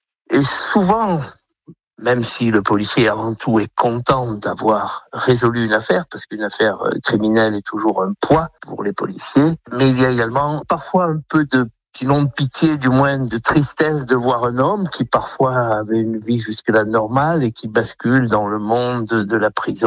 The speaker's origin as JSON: {"language": "French", "region": "Auvergne-Rhône-Alpes", "country": "France", "tie": "born there", "said": "comme celles qui se passent en Ardèche, où je reviens pratiquement dans mon village natal pour enquêter sur une affaire d'explosifs dans la commune."}